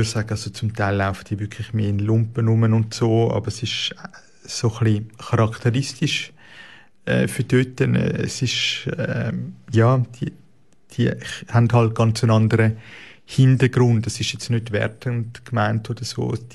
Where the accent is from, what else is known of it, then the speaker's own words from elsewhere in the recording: Switzerland; wo eigentlich wie bei uns in der Schweiz nicht gross unterscheidet, wo sehr ähnlich ist